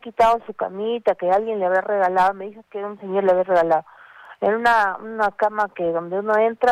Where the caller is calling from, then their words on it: Arequipa, Peru; soy del Cercado.